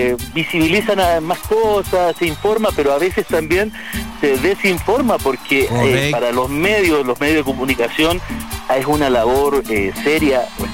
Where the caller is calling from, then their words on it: Calama, Antofagasta, Chile; somos de Calama